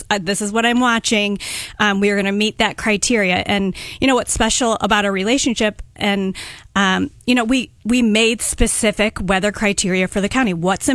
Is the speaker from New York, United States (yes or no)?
yes; Greece, New York, United States; moved away; Growing up, I grew up in Greece, and lake effect, like capital of the world